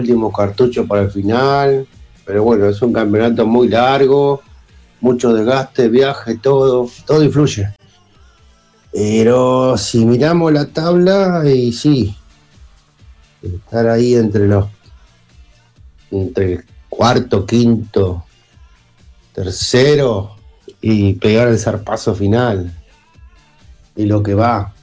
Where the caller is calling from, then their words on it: Monte Grande, Buenos Aires Province, Argentina; de acá de Montegrande.